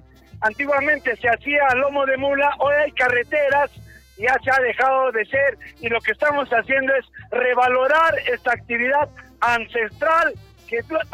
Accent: Viraco, Arequipa, Peru; hoy venimos todo el pueblo de Viraco, venimos a saludar, hemos venido de nuestra tierra

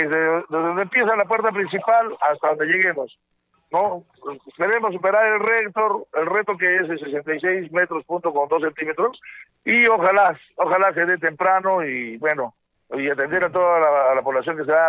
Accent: Arequipa, Peru

